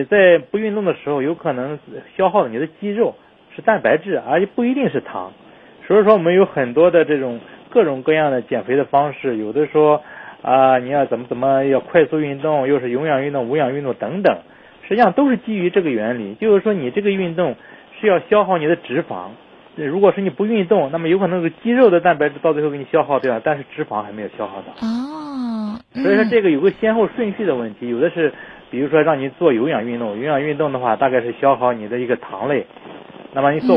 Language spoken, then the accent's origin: Chinese; China; 我们中国人晚上吃的最丰盛啊